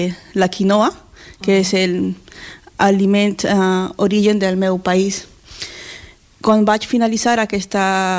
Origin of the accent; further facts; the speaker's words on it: Ayacucho, Peru; Catalan is a second language; moved away as an adult; now in Barcelona, Spain; Soc del sud de Perú, de Ayacucho, un petit poble, no? On la majoria de la població és quechua.